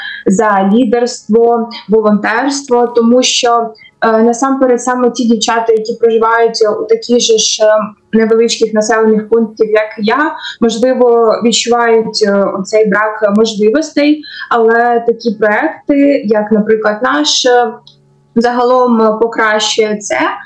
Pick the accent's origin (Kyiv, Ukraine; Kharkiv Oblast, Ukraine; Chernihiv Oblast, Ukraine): Chernihiv Oblast, Ukraine; А я з міської громади Чернігівської області.